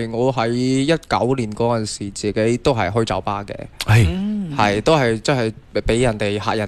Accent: Guangzhou, Guangdong, China; also born or lived in Chaoshan; 我来自潮汕啊，我是潮汕地区的，但是我从小在广州长大。

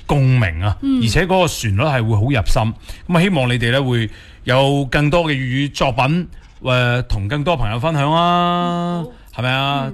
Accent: Guangdong, China; first language Cantonese; 尤其我哋广东人啦，同埋我哋讲开粤语长大噶嘛

